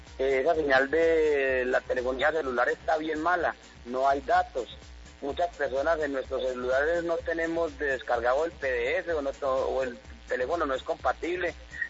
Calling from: Cartago, Valle del Cauca, Colombia; De aquí, de la Comuna 7.

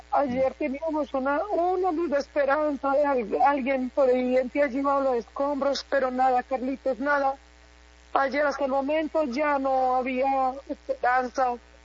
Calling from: Pereira, Risaralda, Colombia; Soy acá de Pereira

